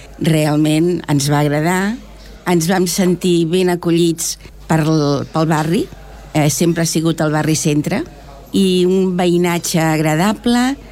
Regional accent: Collblanc, Catalonia, Spain; Vull dir, tant el meu marit com jo vam néixer a Collblanc. Els nostres pares haguessin volgut que seguíssim visquent a Collblanc

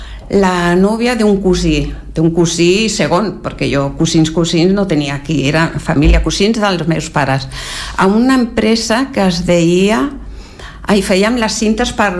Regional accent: Puente Genil, Andalusia, Spain; born there; dos barris, un que és d'on jo vaig néixer, que abans pertanyia a Sevilla, que es diu Miragenil. I jo vaig néixer a Miragenil.

